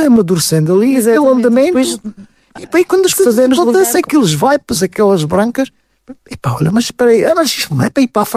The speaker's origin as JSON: {"language": "Portuguese", "town": "Cabeça de Vide", "region": "Alentejo", "country": "Portugal", "tie": "born or raised there", "said": "Gostava de dar às pessoas de cabeça de vida aquilo que de melhor tenho e que de melhor sei."}